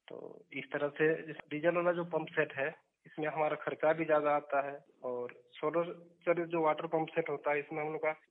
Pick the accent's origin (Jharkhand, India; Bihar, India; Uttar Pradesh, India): Jharkhand, India; Kharsawan; और मैं खरसवा का रहने वाला हूँ